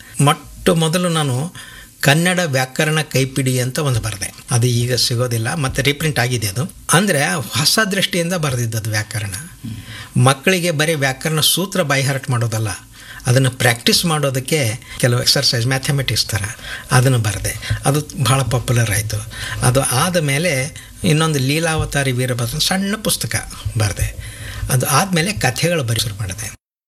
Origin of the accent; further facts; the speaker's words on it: Karnataka, India; ರಾಸೂರು, ನನ್ನ ಊರು.